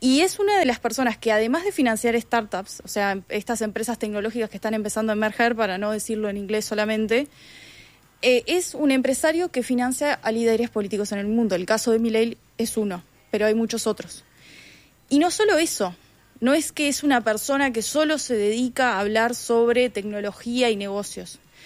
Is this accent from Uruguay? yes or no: yes; Uruguay; qué futuro queremos como uruguayos.